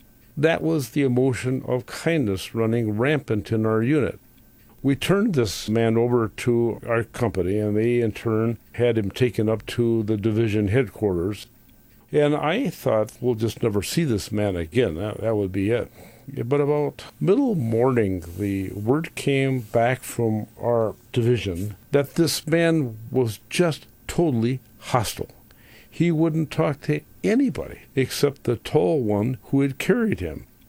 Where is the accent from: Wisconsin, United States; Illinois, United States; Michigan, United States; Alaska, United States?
Wisconsin, United States